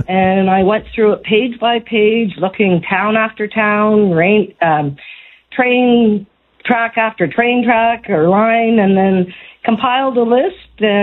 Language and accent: English; the Maritimes, Canada; now in Saskatchewan, Canada; I'm originally from the Maritimes, so the elevators reminded me of lighthouses when I moved here.